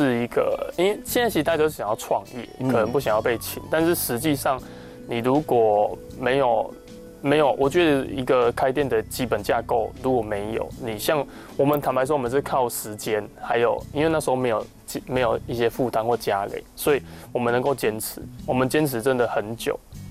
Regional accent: Taichung, Taiwan; 一开始我们就是土生土长潭子人

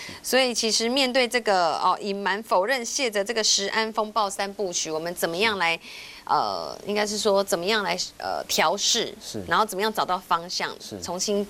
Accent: Taiwan; 台湾美食哦，一直以来都是我们台湾人的骄傲哦

